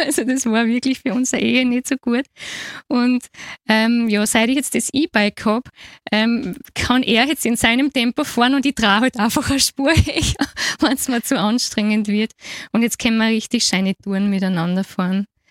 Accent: Burgenland, Austria; ich bin ja aus dem Seewinkel komplett flach

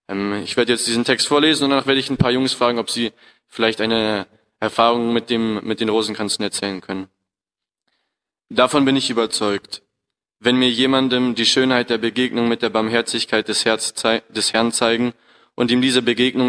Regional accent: Germany; ich bin 20 Jahre alt, seit 2,5 Jahren in der Gemeinschaft. Ich bin Deutscher

